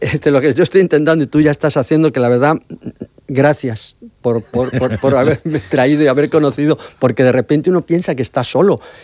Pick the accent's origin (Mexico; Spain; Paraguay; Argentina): Mexico; Yo vengo de México.